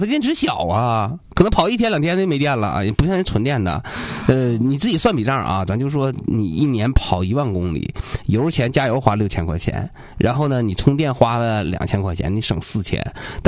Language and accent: Chinese; Northeast China, China; 咱们东北人不习惯